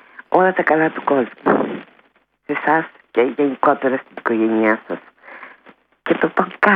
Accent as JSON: {"language": "Greek", "town": "Gargalianoi", "region": "Peloponnese", "country": "Greece", "tie": "born or raised there", "said": "στην πατρίδα μου στου Γαργαλιάδους"}